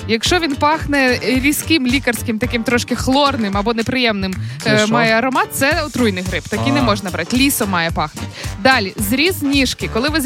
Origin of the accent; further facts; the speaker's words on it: Kyiv Oblast, Ukraine; У нас, я виросла в Чорнобильській зоні, і в нас там недалеко туди далі, де вже йде зона відчуження, там дійсно дуже класні гриби.